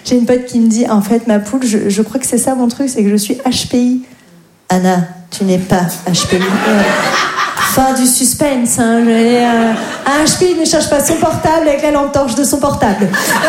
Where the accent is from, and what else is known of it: Grand Est, France; born or raised there; also born or lived in Lorraine